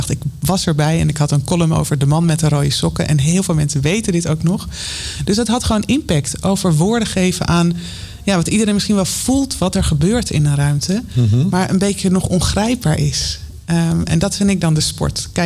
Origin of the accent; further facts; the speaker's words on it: Amsterdam, North Holland, Netherlands; moved away as an adult; now in Baarn, Netherlands; En ik ben dus echt geboren en getogen in Amsterdam